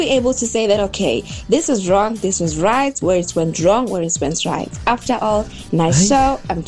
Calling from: Pietermaritzburg, KwaZulu-Natal, South Africa; from the Peter Maritzburg.

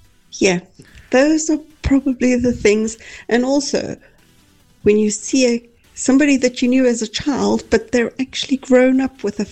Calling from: Hillcrest, KwaZulu-Natal, South Africa; I am from Hillcrest.

